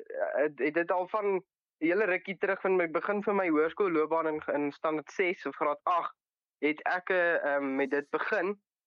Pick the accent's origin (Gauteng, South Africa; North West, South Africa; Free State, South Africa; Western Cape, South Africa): Free State, South Africa; Bloemfontein; ek is hier in Medikliniek gebore hier in Bloemfontein. Ek is nog al die jare hier so, nog steeds hier in Bloemfontein. Ek was op die kleuterskool, was ek in Tinktinkieland en in laerskool was ek by Willem Posma. En hoërskool is ek nou in Hoërskool Sentraal.